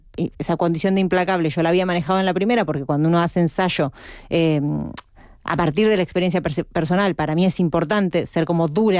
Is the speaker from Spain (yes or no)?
yes; Madrid, Community of Madrid, Spain; hay muchos Madrid en Madrid, somos tan madrileñas como el resto de las madrileñas, y en Madrid también se habla como hablamos nosotras